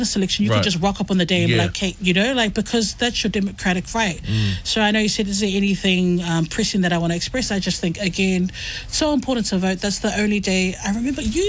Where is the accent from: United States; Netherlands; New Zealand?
New Zealand; Otara, Auckland; Like, I love South Auckland. I'm from South Auckland myself, Otara.